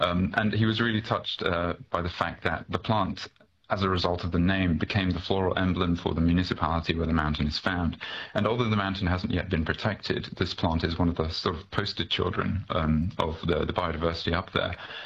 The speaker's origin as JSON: {"language": "English", "country": "Malaysia", "said": "I'm originally from Malaysia, which is it was colonized by the Brits"}